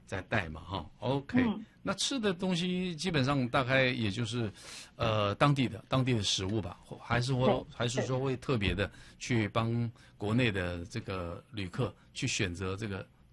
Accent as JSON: {"language": "Chinese", "country": "Taiwan"}